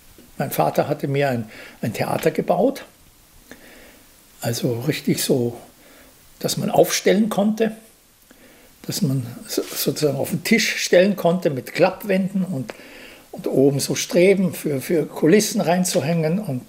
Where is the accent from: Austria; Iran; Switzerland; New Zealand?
Austria; Vienna; moved away as an adult; now in Berlin, Germany; dass ich Wiener bin. Ich bin ja auch in Wien geboren, ja. Also ich fühle mich tatsächlich immer noch als Wiener, nicht? Und das ist meine Heimat.